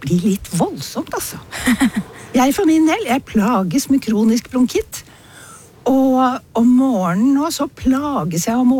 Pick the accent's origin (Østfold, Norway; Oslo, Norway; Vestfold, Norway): Oslo, Norway; now in Trøndelag, Norway; Selv vokste jeg opp i Oslo